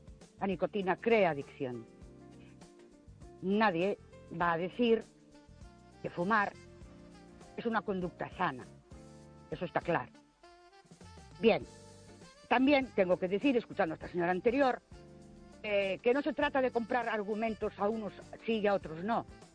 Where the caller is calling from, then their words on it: Ourense, Galicia, Spain; de Ourense.